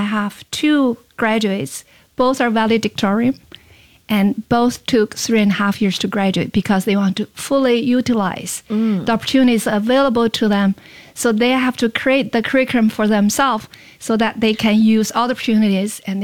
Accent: Singapore; As Singaporean or an Asian student, we want to have a broader understanding of the world.

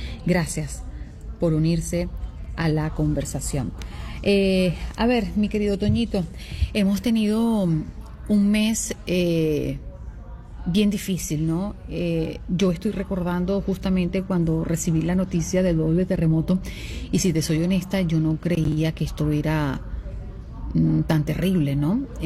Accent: Venezuela; moved away; los terribles hechos que han acontecido en mi país

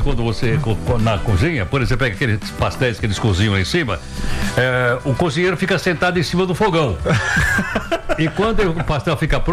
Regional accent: São Paulo, Brazil; Eu sou de uma região da cidade de São Paulo chamada Baixada do Glicério.

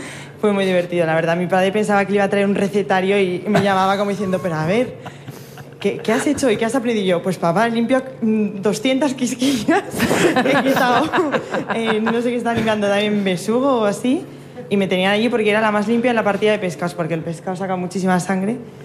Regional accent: Huesca, Aragon, Spain; al final yo digo, pues yo soy de Huesca

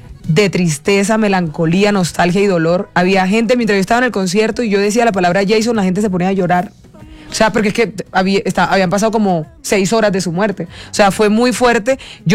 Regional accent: Aguachica, Cesar, Colombia; born there; en un hotel en Aguachica, mi tierra

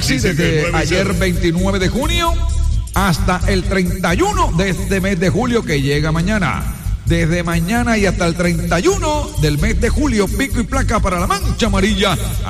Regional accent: Colombia

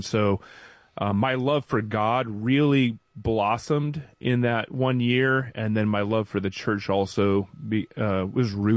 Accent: South Carolina, United States; also born or lived in Wisconsin; I was born in Wisconsin, and then we moved to South Carolina when I was about 10.

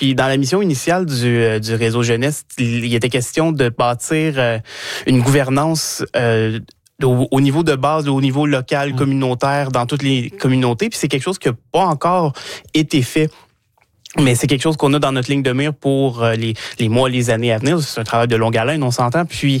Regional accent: Odanak, Quebec, Canada; now in Gatineau, Canada; Je viens d'Odanak, dans le centre du Québec, mais ça fait déjà presque 10 ans que je reste dans la région aussi.

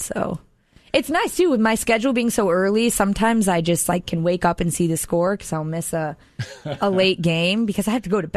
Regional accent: Chicago, Illinois, United States; Chicago. Yeah.

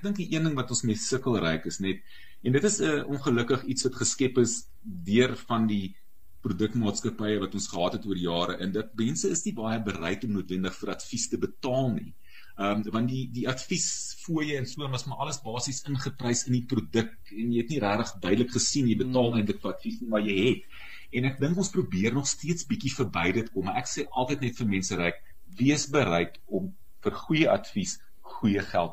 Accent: Port Elizabeth, Eastern Cape, South Africa; born there; Ja Ryk, dit eintlik maar alles begin in 1968 toe ek gebore is in wat vandag bekend staan as Gqeberha. maar die ou Port Elizabeth

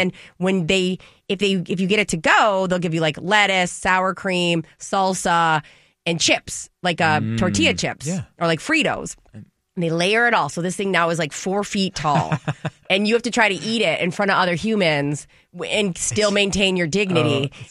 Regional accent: North Dakota, United States; I'm from North Dakota, where we claim that we invented taco pizza.

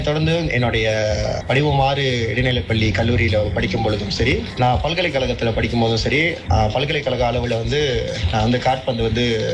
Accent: Kuala Selangor, Selangor, Malaysia; என்னுடைய சொந்த ஊர் வந்து கோலஸ்லங்கோர்.

